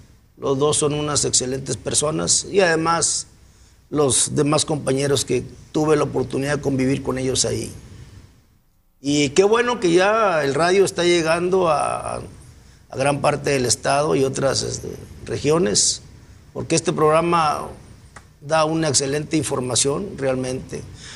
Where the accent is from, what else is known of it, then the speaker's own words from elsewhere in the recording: Coahuila, Mexico; moved away as an adult; also born or lived in Aguascalientes; now in Durango, Mexico; yo venía de Aguascalientes. Aunque yo no soy de Aguascalientes, yo estaba trabajando en Aguascalientes, yo soy de Coahuila.